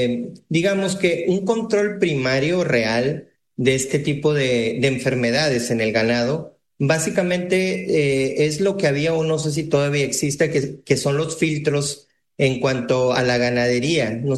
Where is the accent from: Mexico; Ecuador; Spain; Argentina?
Mexico; si vengo de México y estoy pasando esto, pues no lo estoy pasando ni de contrabando, o sea, estoy pasándolo aquí en mi país.